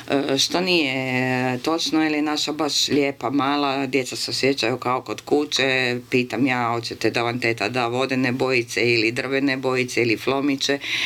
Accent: Zagreb, City of Zagreb, Croatia; ja sam rođena, moja soba je bila na Preradovićevoj. Ja sam rođena Andrije Hebranga 22, Preradovića 27.

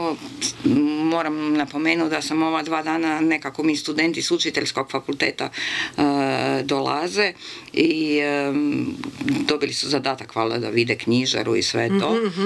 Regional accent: Zagreb, City of Zagreb, Croatia; Žao mi je jedino što je to Zagreb stradao u potresu, pa je to još vidljivo, ali volim, to je moj rodni grad, a naročito volim ovaj dio grada Preradovićevu.

